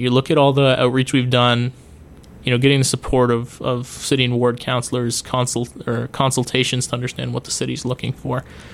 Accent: Hamilton, Ontario, Canada; as a Hamilton local, it means something to me to host something in my hometown, to actually say, hey, yeah, you know, I was born and raised here.

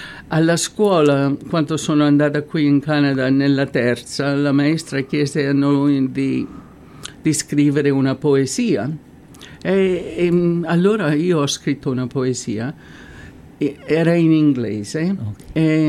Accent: Ceprano, Lazio, Italy; accent: Cepranese dialect; Sì, mamma, il nostro dialetto cepranese, che è un dialetto un po' strano, ma molto, molto sincero.

